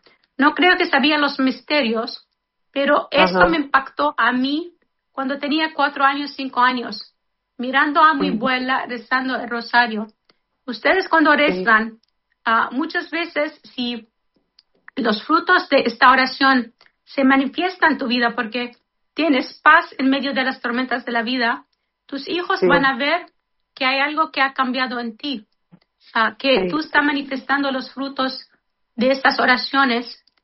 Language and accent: Spanish; Jordan; miren mi memoria de la primera persona que miré rezando rosario cuando era niña chiquitita en Jordania.